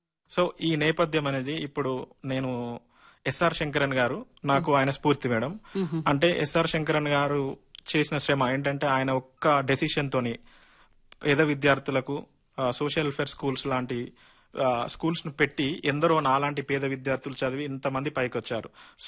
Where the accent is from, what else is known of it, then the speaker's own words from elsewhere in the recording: Dharmaram, Telangana, India; మాది ధర్మారం గ్రామం, భీమదేవరపల్లి మండలం, ప్రస్తుతం హన్మకొండ జిల్లాలో ఉంది మేడం.